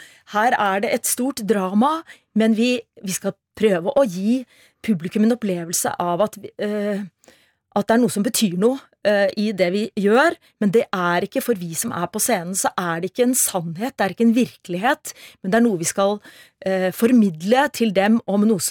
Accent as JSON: {"language": "Norwegian", "region": "Oslo", "country": "Norway", "tie": "born or raised there", "said": "jeg vokste opp midt I Oslo Indreby"}